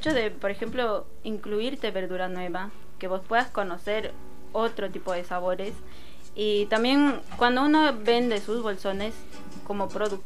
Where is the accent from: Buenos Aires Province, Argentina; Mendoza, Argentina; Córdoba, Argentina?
Buenos Aires Province, Argentina; La Plata; also born or lived in Bolivia; Yo vine desde Bolivia muy chiquitita. Crecí aquí en Abasto, La Plata. Y ser platense para mí significa crecer alrededor de la producción.